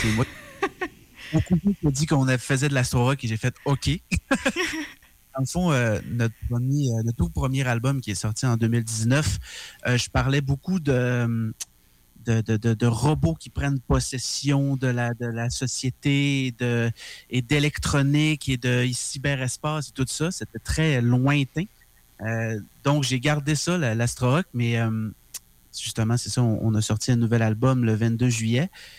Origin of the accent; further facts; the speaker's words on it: Alma, Quebec, Canada; moved away as an adult; also born or lived in Saint-Gédéon, Quebec; j'ai déménagé à Alma quand j'avais 5 ans, mais je suis né à Saint-Gédéon-de-Grandmont, qui est encore plus fondrant au lac.